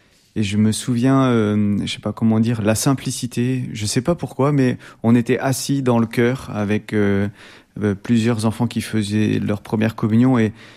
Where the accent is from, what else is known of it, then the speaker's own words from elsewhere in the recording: Normandy, France; moved away; also born or lived in Roubaix / Mauges; je suis né à Roubaix dans le Schnorr. Okay. J'ai vécu que 6 mois là-bas, hein, et j'ai grandi en Basse Normandie. Mon papa est originaire de Caen et ma maman est du Nord.